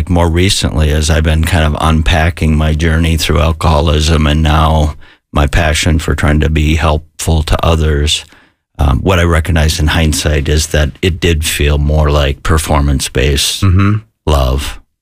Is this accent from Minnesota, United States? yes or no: yes; Minnesota, United States; little town in Minnesota, farm country, 11 siblings on the farm.